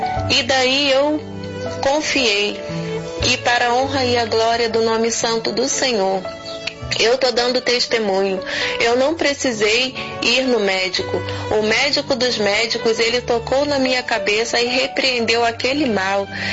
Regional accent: Paraná, Brazil; eu sou aqui do Paraná.

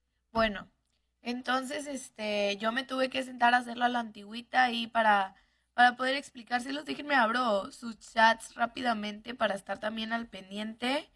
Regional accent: Monterrey, Nuevo León, Mexico; acá estamos en el norte, soy norteña, soy regia.

